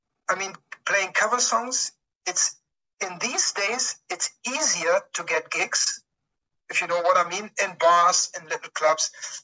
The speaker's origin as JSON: {"language": "English", "country": "Germany", "tie": "born or raised there", "second_language": "English", "said": "a lot of the bands in my hometown, for example, they only played cover music, and I see the same these days. I mean, look at Germany. We have hundreds of … cover bands, for example."}